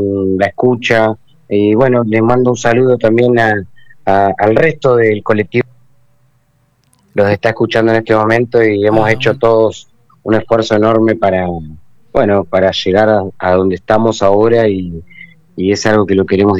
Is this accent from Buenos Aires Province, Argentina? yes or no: no; Paraná, Entre Ríos, Argentina; como argentinos, y en este caso también como paranaenses.